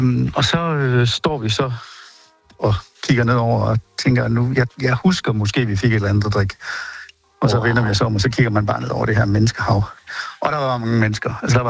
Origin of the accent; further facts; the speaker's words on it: Aarhus, Central Denmark Region, Denmark; Vi er fra Aarhus.